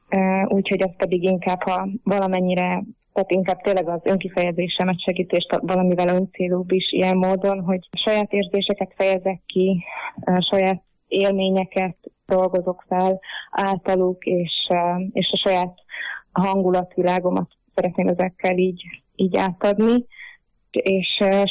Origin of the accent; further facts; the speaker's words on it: Slovakia; az identitásom részét képezi, hogy felvidéki magyar vagyok, szlovákiai magyar vagyok